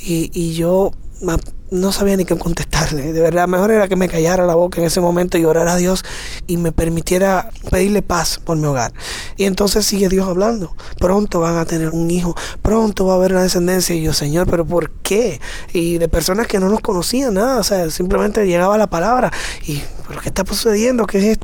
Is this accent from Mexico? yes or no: no; Puerto Rico; Yo soy de Puerto Rico.